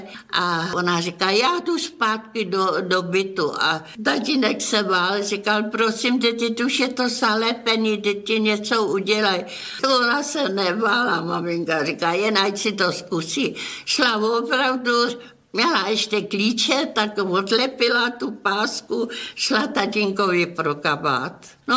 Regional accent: Ústí nad Labem Region, Czechia; born there

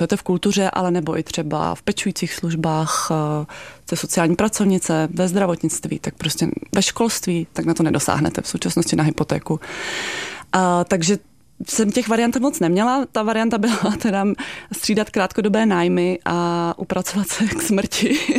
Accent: Prague, Czechia; Žiju celý život v Praze, narodila jsem se v Praze, ale začala jsem mít pocit, že už Praha pro mě není

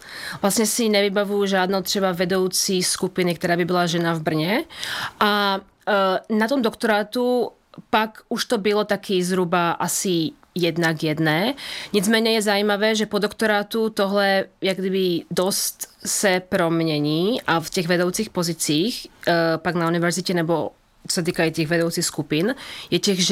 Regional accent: Bratislava, Bratislava Region, Slovakia; accent: Slovak; Czech is a second language; moved away as an adult; also born or lived in Brno; now in Czech Republic; Tak já jsem z Bratislavy, ano. Žiju tady v Česku už mnoho let, víc než 15 let jsem nějakým způsobem spjata s Českem, takže to považuji opravdu za můj domov.

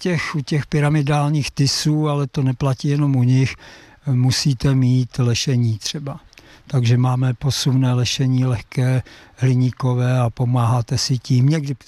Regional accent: Liberec, Liberec Region, Czechia; born there; Já jsem se narodil v Liberci vedle botanické zahr

